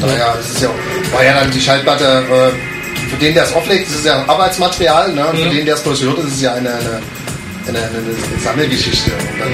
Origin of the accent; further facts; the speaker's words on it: Dresden, Saxony, Germany; Ich glaube, wir als Dresdner sind da relativ kleine Lichter